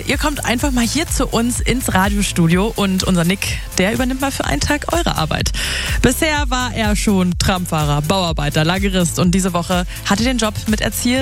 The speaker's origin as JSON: {"language": "German", "town": "Potsdam", "region": "Brandenburg", "country": "Germany", "said": "Ich komme ja aus Potsdam."}